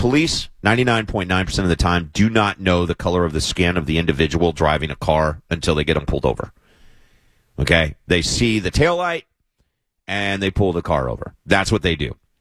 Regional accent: Southeast, United States; now in San Diego, United States; I grew up in the Southeast.

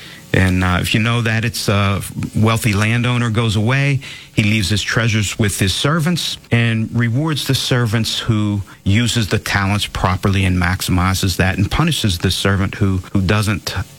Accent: Aliquippa, Pennsylvania, United States; born and raised in Beaver County, grew up in Aliquippa, middle-class parents, went to Catholic school for 12 years

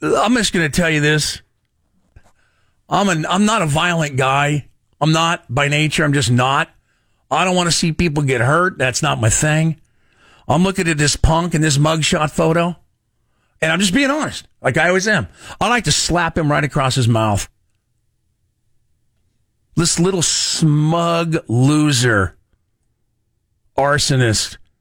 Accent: Sacramento, California, United States; Heard about these guys in South Sac, my old hood. So I grew up in South Sac.

